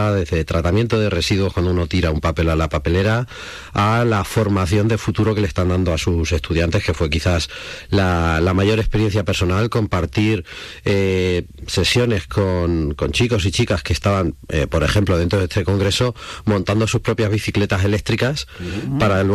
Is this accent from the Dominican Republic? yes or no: no; Puertollano, Castilla-La Mancha, Spain; te decían de dónde eres, y cuando decías de Puerto Llano decían, es que hay mucho hidrógeno.